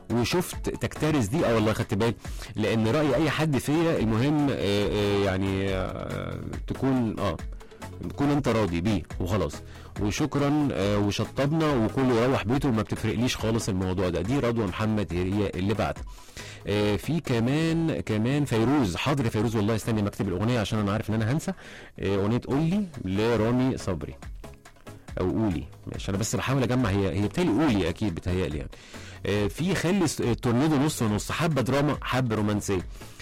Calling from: Alexandria, Alexandria Governorate, Egypt; صباح الخير عليك يا صانع السعاده حسام. … من اسكندريه.

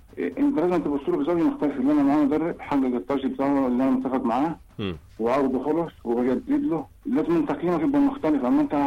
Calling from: Kafr El Sheikh Governorate, Egypt; تبع مركز زوج بكفر الشيخ

